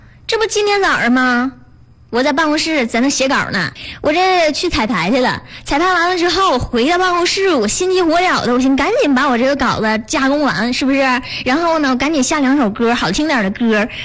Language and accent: Chinese; Northeast China, China; 我们东北人说话都这样子的